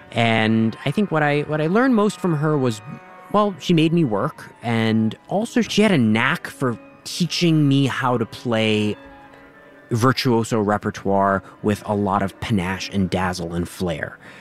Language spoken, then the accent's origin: English; Boston, Massachusetts, United States; I grew up in Boston, and they were subscribers to the Boston Symphony